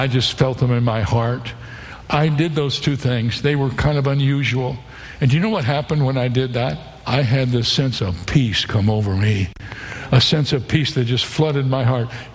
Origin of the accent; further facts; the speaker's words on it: Ohio, United States; When I grew up in the Midwest, In Ohio, firecrackers were both legal and plentiful.